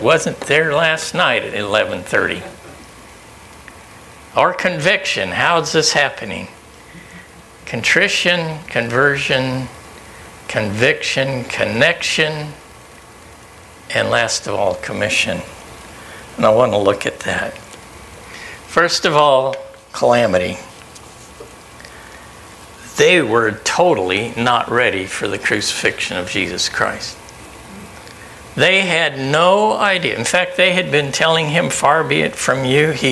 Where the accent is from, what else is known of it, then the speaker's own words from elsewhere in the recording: Albuquerque, New Mexico, United States; I grew up in Albuquerque, New Mexico. Spent my first 4 years in elementary school there.